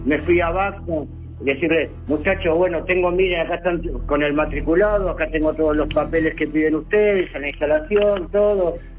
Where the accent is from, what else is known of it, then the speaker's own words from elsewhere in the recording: Mar del Plata, Buenos Aires Province, Argentina; also born or lived in Ushuaia; now in Villa Gesell, Argentina; Me crié en Mar del Plata